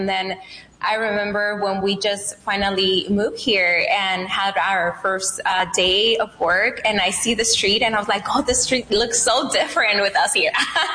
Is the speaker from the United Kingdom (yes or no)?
no; Sinaloa, Mexico; now in Yuma, United States; No, I'm from Mexico.